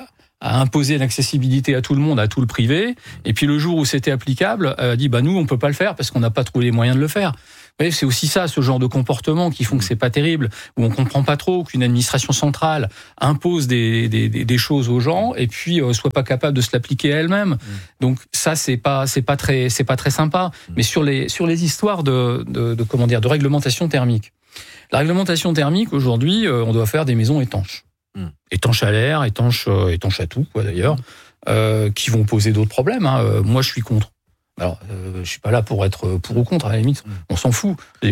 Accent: Hauts-de-France, France

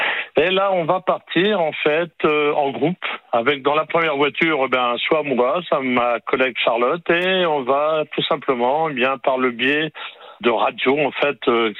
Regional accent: Normandy, France; On est normand, nous.

